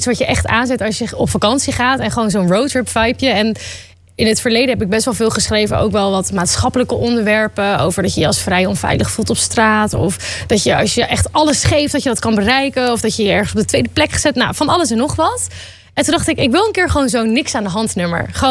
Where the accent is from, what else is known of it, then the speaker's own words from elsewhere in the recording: Hoorn, North Holland, Netherlands; born there; now in Amsterdam, Netherlands; Ik ben geboren in Horen.